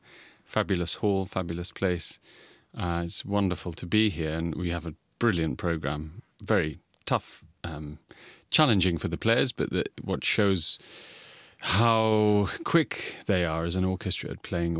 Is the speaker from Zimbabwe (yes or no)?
no; England, United Kingdom; I mean, I'm English, I come from England.